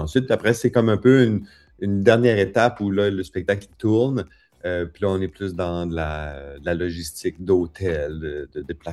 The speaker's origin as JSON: {"language": "French", "region": "Saskatchewan", "country": "Canada", "tie": "born or raised there", "said": "Puis moi, j'ai grandi dans Saskatchewan, dans une province où il n'y avait pas vraiment un milieu"}